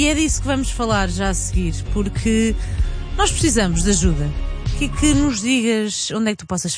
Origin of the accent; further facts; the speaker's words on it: Portugal; nós tugas